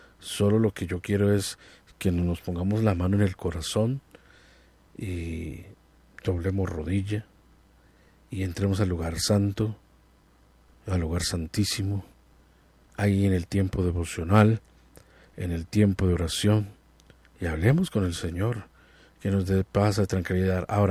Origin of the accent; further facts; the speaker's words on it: Colombia; El objetivo es que somos colombianos, nos unamos, oremos por nuestra patria